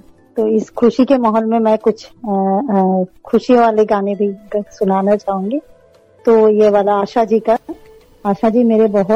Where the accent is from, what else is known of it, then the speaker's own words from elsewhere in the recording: Kolkata, West Bengal, India; मैं कोलकाता से हूँ